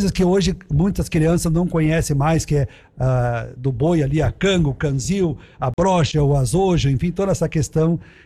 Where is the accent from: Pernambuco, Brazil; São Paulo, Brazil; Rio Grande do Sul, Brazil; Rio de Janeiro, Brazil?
Rio Grande do Sul, Brazil; lá em Vila Cruz, no interior de Nova Paulo, na minha terra, no meio de um mato, lá do lado do campo de futebol, eu tinha 5 anos